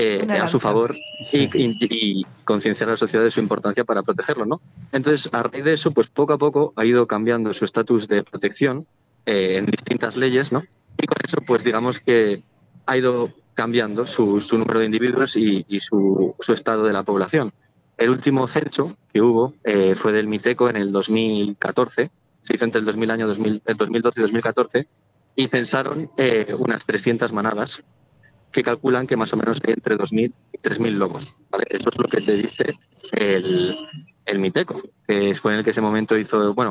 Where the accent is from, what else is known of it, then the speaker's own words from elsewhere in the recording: Guadarrama, Community of Madrid, Spain; yo soy de Guadarrama, entonces soy compañero de la sierra